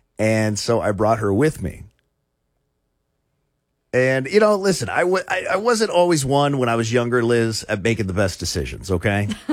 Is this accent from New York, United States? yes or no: no; Florida, United States; moved away; I grew up in Florida, so I was in West Palm Beach.